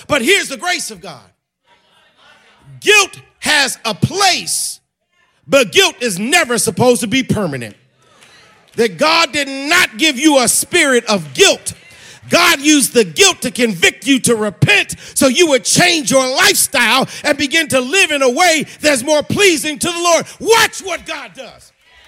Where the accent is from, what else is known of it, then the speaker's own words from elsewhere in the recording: Chicago, Illinois, United States; as old school Baptist as you can get. I was brought up in Lilydale Progressive Missionary Baptist Church on the south side of Chicago.